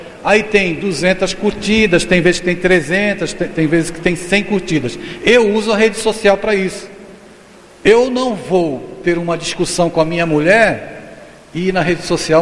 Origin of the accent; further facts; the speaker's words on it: São Paulo, Brazil; now in Recife, Brazil; sou de São Paulo, então eu andava lá na Marginal Pinheiros, na Marginal Tietê